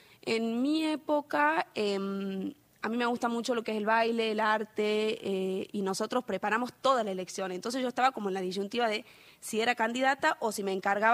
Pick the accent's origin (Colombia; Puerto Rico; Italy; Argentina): Argentina; San Pedro; soy de San Pedro.